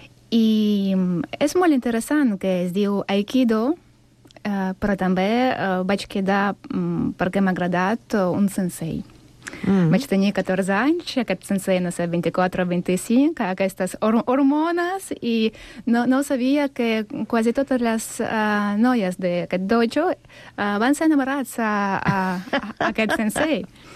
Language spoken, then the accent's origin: Catalan; Sant Cugat del Vallès, Catalonia, Spain; Soc de Sant Cugat, però a cada setmana vaig a Vilafranca del Penedès perquè els senseis són meravellosos.